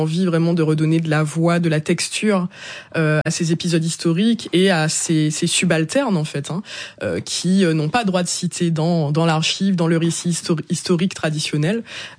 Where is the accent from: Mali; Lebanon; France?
France; Martinique; Non, moi je suis née en Martinique, j'ai grandi en Martinique, contrairement à ce personnage.